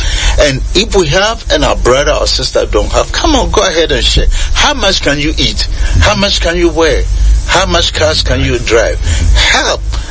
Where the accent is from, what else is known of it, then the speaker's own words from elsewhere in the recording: Tamale, Northern Region, Ghana; also born or lived in Jindi; I come from a very poor family. Even though my parents were shanties and I was raised up in Jindi and Tamale, but I served the Lord.